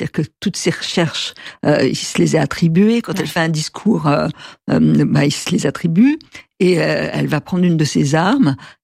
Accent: Paris, Île-de-France, France; born there; quand j'étais petite, j'allais plus au Luxembourg ou dans d'autres jardins

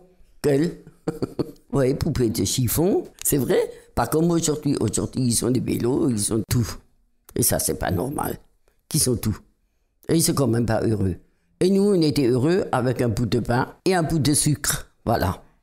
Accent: France; born there; Je suis née à Tourtonne-Saint-Jean-de-Colle.

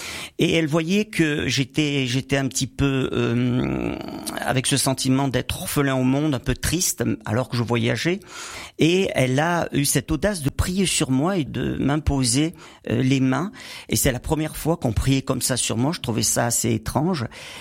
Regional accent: Millau, Occitanie, France; born there; also born or lived in Saint-Paul-Trois-Châteaux / Montélimar / Montpellier; je suis né à Saint-Paul-Trois-Châteaux. J'ai vécu 8 ans à Montélimar et après, on est allé à Millau, dans l'Aveyron.

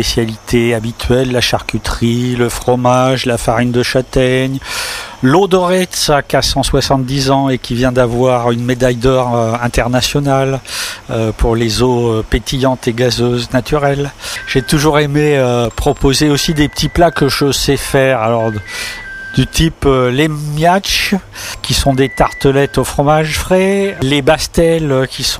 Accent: Corsica, France; now in Gannat, France; Moi, je suis originaire de la Kastanitch et de la Kazinka.

